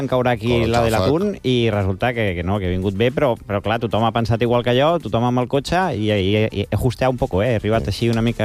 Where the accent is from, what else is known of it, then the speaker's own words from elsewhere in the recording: Barcelona, Catalonia, Spain; Jo soc de Sants, de tota